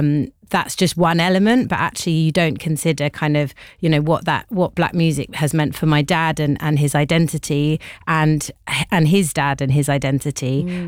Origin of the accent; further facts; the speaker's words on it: London, United Kingdom; Yeah, so I am Jamaican heritage and grew up in Brixton